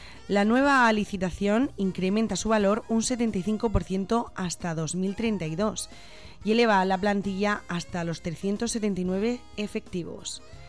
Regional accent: Spain; Ganamos con valores, unidos como españoles

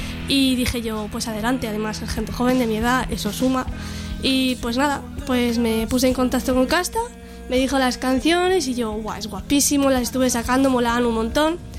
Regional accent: Oruña, Cantabria, Spain; Pero me conocieron. No, yo soy de Oruña.

